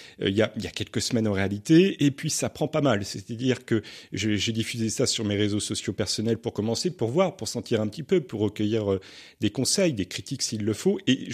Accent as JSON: {"language": "French", "region": "Brittany", "country": "France", "moved": "as an adult", "lives_now": "Nancy, France", "said": "moi je ne suis pas lorrain ni alsacien là-bas, je suis breton, nul n'est parfait, mais je me suis rendu compte quand je suis arrivé à Nancy il y a quelques années"}